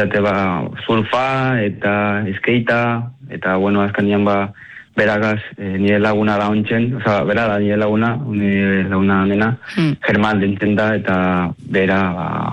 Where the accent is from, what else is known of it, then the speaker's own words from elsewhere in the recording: Lekeitio, Basque Country, Spain; born there; also born or lived in Paraguay; gu edu inginin Lekitxon, ondala pilo bat urte, ja, 18 urte hori